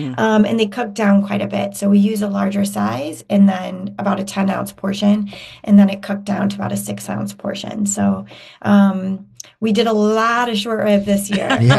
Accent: Chicago, Illinois, United States; I mean, Chris and, you know, we have another brother, and I grew up in Chicago.

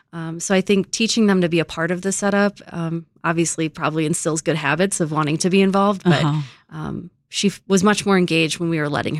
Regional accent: Michigan, United States; And I grew up in Michigan, so I went over to Ionia, which is near Grand Rapids.

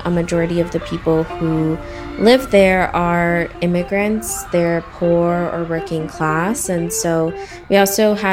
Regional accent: Chicago, Illinois, United States; I am from Chicago, Northwest Side. I grew up in Hermosa, also spent some time in Albany Park and Irving Park, but Northwest Side is my home.

